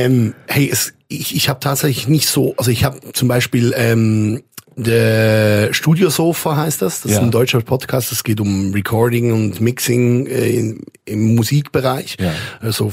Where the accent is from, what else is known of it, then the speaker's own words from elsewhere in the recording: Vitznau, Lucerne, Switzerland; Aber ich bin ja tatsächlich im Hotel Fitznauer Hof aufgewachsen, eine Art. Also meine Mutter ist da aufgewachsen